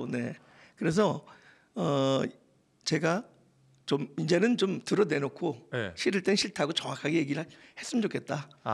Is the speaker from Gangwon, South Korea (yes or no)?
no; Seoul, South Korea; moved away as an adult; now in Chungcheong, South Korea; 저는 서울 마포가 고향입니다.